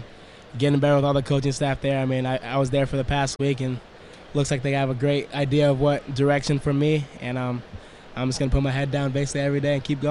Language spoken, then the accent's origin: English; Suwanee, Georgia, United States; Yeah, I grew up 30 minutes basically north of Atlanta, Suwannee, Georgia.